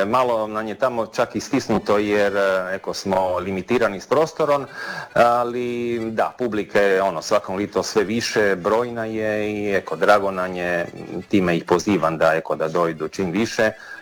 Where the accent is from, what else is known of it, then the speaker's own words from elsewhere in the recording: Šišan, Istria County, Croatia; mi smo domaćini Šišanci s našim mantinjadima